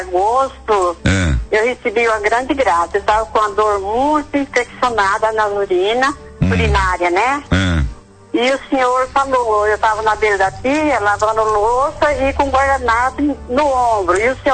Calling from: Fátima do Sul, Mato Grosso do Sul, Brazil; Fátima do Sul, Mato Grosso do Sul

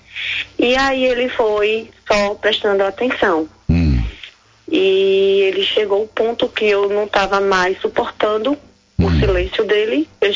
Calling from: Itabaianinha, Sergipe, Brazil; Sou da cidade de Itabaianinha, Sergipe.

